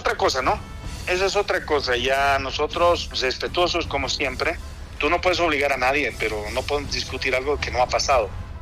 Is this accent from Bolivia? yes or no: yes; La Paz, Bolivia